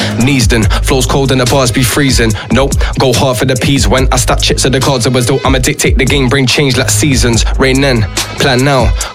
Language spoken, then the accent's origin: English; London, United Kingdom; also born or lived in Los Angeles; I'm from Shepherd's Bush, Westside.